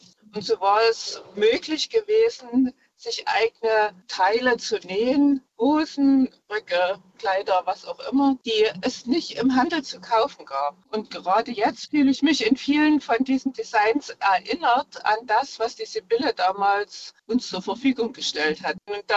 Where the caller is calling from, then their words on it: Olbernhau, Saxony, Germany; ich komme aus dem Erzgebirge Olbernhau.